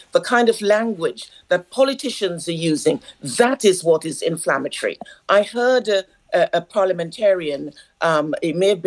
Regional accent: United Kingdom; British people

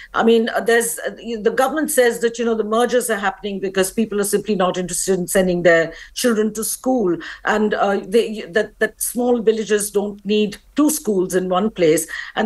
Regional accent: India; as an Indian commentator

